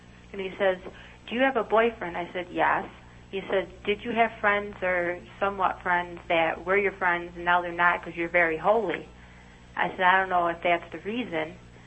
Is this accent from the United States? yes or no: yes; Frankfort, New York, United States; Frankfort, New York